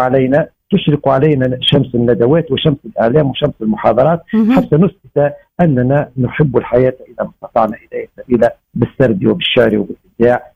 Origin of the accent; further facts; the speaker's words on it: Thala, Kasserine Governorate, Tunisia; تالا فيها ولدت وفيها ومنها يعني فيها عشت وتنفست هواءها وفي مدارسها تعلمت ودرست أبنائها، ولا يمكنني أيضا أن أسيء إليها مهما كانت لأنها مدينتي وحبيبة تحتويني.